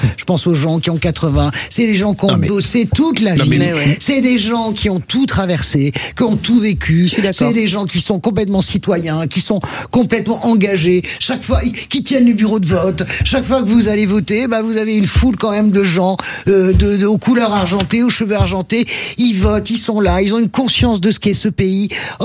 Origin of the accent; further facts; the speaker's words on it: Argelès-Gazost, Occitanie, France; Ou chez moi avec ma mère dans la vallée d'Argelès. Peut-être qu'on est plus d'Argelès-Gazost, ne pas confondre.